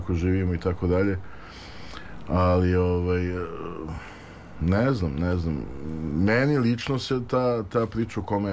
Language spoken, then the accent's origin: Serbian; Serbia; born there; mi smo rođeni u Srbiji